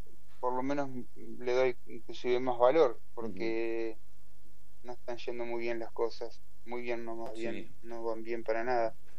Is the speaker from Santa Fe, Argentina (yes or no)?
no; Pehuajó, Buenos Aires, Argentina; Yo soy de Pihué, del interior de la provincia.